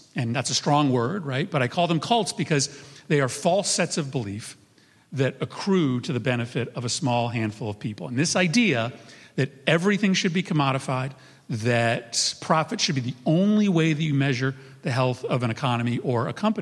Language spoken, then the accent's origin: English; United States; as an American